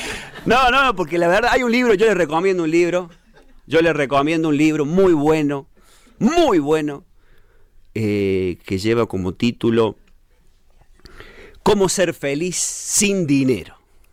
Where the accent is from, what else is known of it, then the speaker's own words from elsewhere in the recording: Córdoba, Argentina; soy humorista cordobés